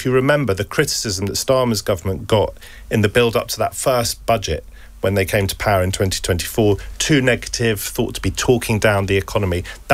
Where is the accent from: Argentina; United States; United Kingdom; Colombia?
United Kingdom; London; I'm a southerner, you're, I think, from Somerset, I'm from London, spent my whole life in the southeast